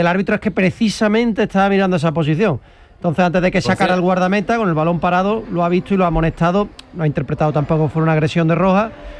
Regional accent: Granada, Andalusia, Spain; a mí me gusta siempre que siendo granadino

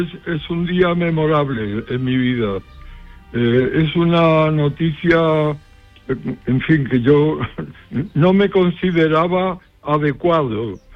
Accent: Seville, Andalusia, Spain; also born or lived in Madrid; Hombre, yo me siento muy sevillano. A pesar de que casi toda mi vida he estado o en el extranjero o en Madrid, pero yo no me he soltado, no me he desunido de Sevilla.

